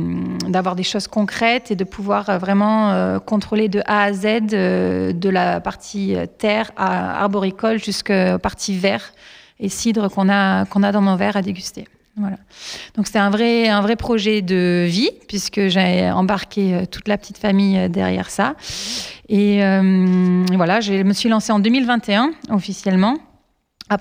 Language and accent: French; Montpellier, Occitanie, France; moi je suis montpelliéraine, j'ai grandi ici, même si mes origines sont aveyronnaises.